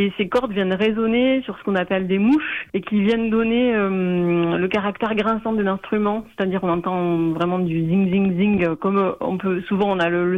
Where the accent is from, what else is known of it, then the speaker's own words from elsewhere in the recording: Nouvelle-Aquitaine, France; Moi, comme j'ai grandi au Pays Basque, donc qui n'est pas du tout loin de l'Occitanie.